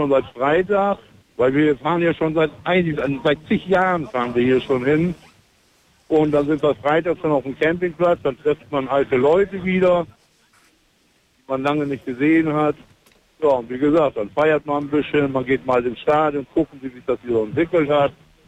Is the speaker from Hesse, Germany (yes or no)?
no; Vechta, Lower Saxony, Germany; ich komme aus Vechta.